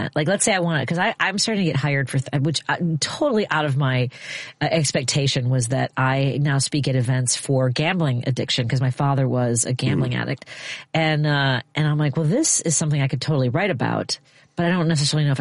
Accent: Chicago, Illinois, United States; When I was growing up in Norwood Park, I played for 5 years at Norwood Park as the only girl on my team.

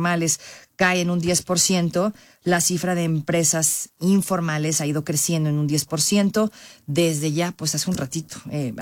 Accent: Mexico; ya ve cómo así somos el mexicano para todo, todo al final.

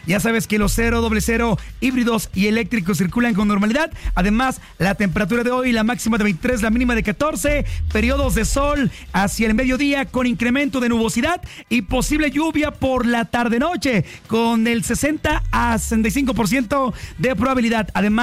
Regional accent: Veracruz, Mexico; moved away; mi tierra preciosa

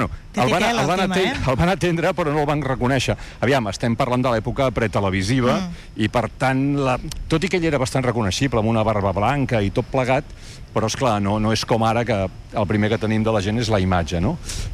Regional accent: Barcelona, Catalonia, Spain; Jo crec, o almenys per mi, com a barceloní

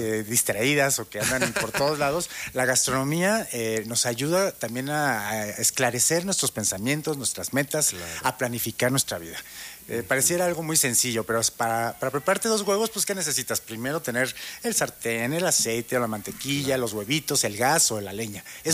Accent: Morelia, Michoacán, Mexico; Yo soy originario de Morelia.

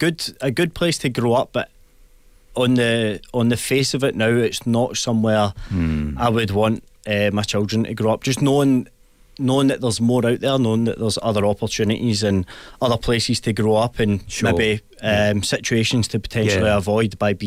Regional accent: Cumbernauld, Scotland, United Kingdom; now in Busselton, Australia; Cumbernauld holds a lot of fond memories for myself growing up there, you know, childhood memories and things like that.

